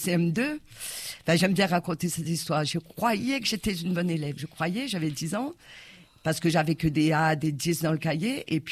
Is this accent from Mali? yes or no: no; Réunion; je suis réunionnaise dans ma genèse, mais au plus profond.